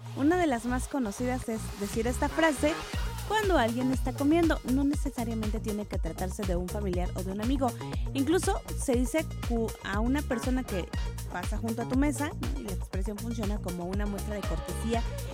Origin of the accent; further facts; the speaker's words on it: Mexico; como mexicanos tenemos ciertas características